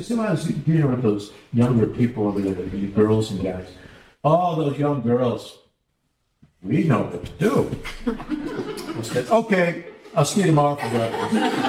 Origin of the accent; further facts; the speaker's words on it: Detroit, Michigan, United States; I grew up in Detroit. I'm going to Detroit.